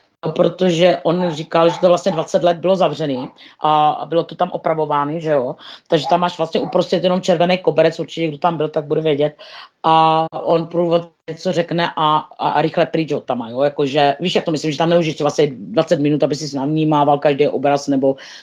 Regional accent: Moravia, Czechia; My jsme z Moravy.

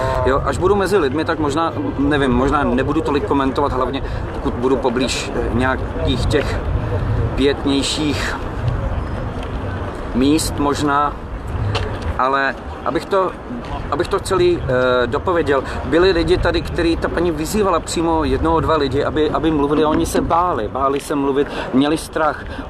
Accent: Czechia; Я из Чешской Республики, да?

